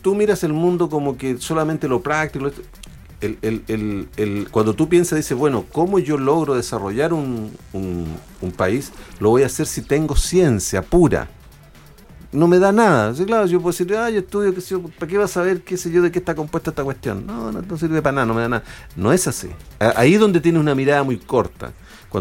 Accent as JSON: {"language": "Spanish", "country": "Chile", "said": "el 80% de los que trabajamos en observatorios somos todos chilenos"}